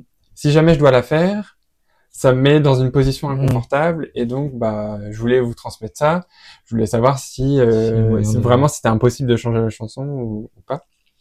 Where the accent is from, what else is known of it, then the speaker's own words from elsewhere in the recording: Rouen, Normandy, France; moved away; Moi, je viens de Rouen